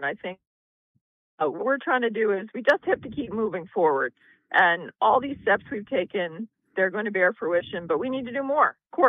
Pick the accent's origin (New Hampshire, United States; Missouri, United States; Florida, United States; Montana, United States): New Hampshire, United States; Nashua; I was born in Nashua, grew up there.